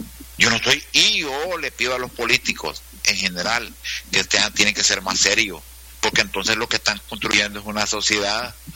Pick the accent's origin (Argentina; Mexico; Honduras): Honduras; Entonces nosotros, como seres humanos acá, como hondureños, tenemos que tener esa habilidad